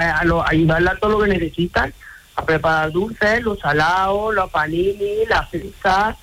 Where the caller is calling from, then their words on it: Puerta de Segura, Andalusia, Spain; Yo en la Puerta Segura